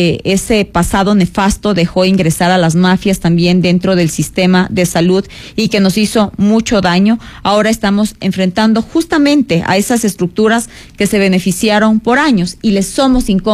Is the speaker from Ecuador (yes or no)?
yes; Quito, Pichincha, Ecuador; Yo como quiteña